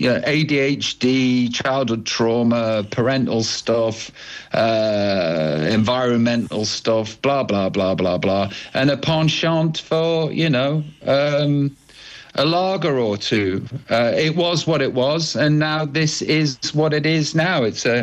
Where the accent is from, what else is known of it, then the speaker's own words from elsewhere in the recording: United Kingdom; I'm British